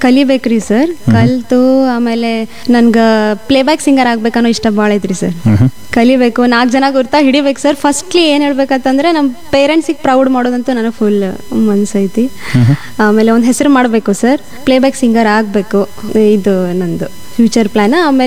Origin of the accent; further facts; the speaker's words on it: Raybag, Karnataka, India; ನಮ್ಮ ಊರಾಗ ರಾಯಬಾಗದಲ್ಲಿ ಇತ್ತು ಸರ್